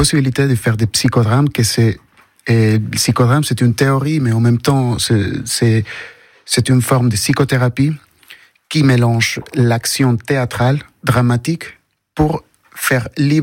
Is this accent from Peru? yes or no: yes; Tacna, Peru; Oui, je viens de Tacna, une petite ville au sud du Pérou.